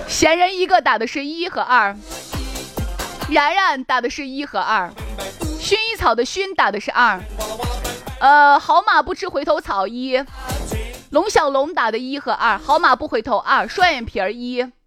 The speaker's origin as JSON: {"language": "Chinese", "region": "Shaanxi", "country": "China"}